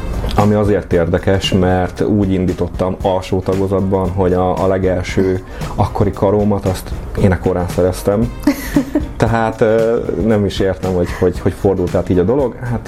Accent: Mikepércs, Hajdú-Bihar, Hungary; also born or lived in Debrecen; Én Debrecenben születtem, és egy éves koromban költöztünk ki Mikepécsre, és azóta is ott élek, ennek már most már 35-6 éve.

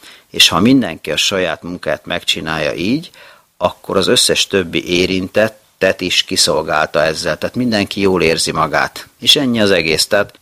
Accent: Hungary; de azért én magyar ember vagyok, én nekem nagyon fontosak a barátok

